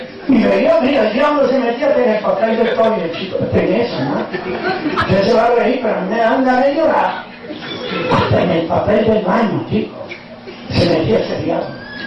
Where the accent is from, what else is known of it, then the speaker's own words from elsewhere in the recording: Italy; Bueno, que yo soy italiano, pero yo soy mezclado ahí también.